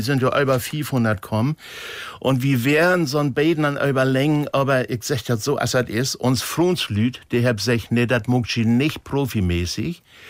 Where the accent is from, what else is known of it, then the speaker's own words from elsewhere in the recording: Klein Nordende, Schleswig-Holstein, Germany; Das ist bei uns in Dörben, Klein Nordende, liegt wie ein Zorn, 30